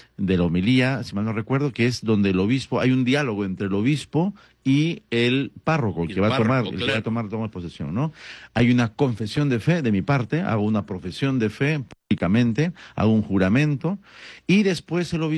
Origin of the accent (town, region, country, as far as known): Peru